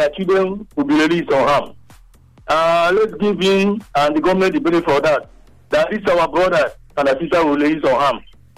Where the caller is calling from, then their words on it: Nigeria; I'm calling from Obisa Community.